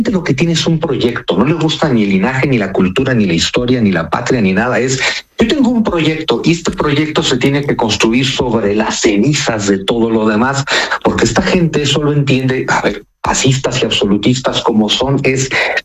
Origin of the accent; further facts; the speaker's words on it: Mexico; born there; México, este país donde yo nací, donde yo vivo